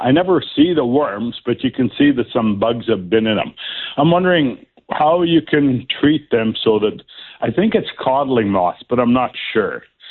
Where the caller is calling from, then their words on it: White City, Saskatchewan, Canada; White City.